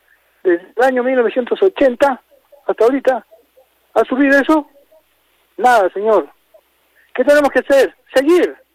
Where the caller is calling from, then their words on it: Peru; somos todos los peruanos, todos los ciudadanos peruanos